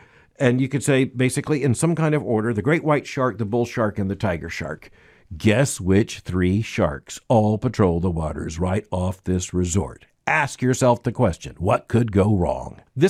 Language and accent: English; Florida, United States; I grew up in Florida.